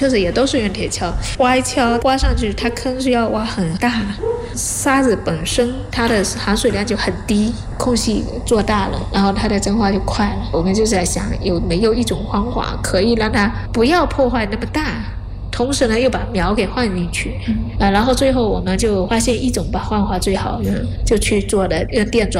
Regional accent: Fujian, China; moved away as an adult; now in Tengger Desert, China; 而且我从福建来的

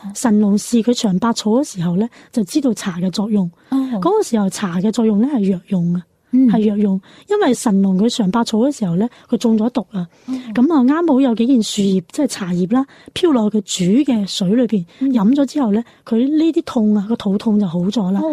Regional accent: Guangzhou, Guangdong, China; 尤其係我哋廣州人嘅。

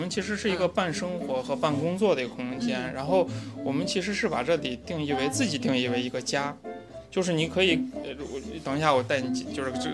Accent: Xi'an, Shaanxi, China; 我是西安本地人，

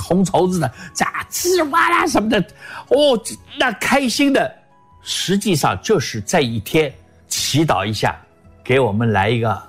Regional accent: Beijing, China; also born or lived in Shanghai; 你看我出生在上海，是吧？成长在北京，大 大城市的生活我很熟悉

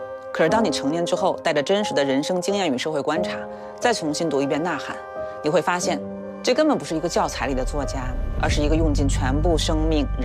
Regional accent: China; 它是我们中国人独有的一种美学表达，也是一种身体哲学。

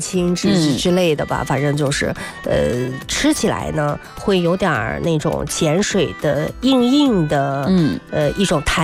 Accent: northern China, China; moved away; 我作为北方人嘛，而且又是在一个这个面食之都、

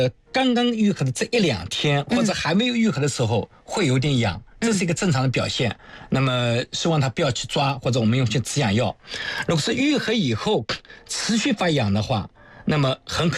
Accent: China; 其实常备药对我们中国人来讲是比较多的啊

